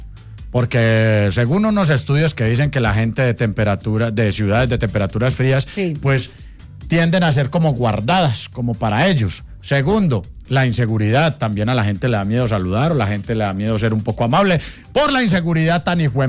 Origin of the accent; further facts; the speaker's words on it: Boyacá, Colombia; Yo soy de Paparaipa, Boyacá.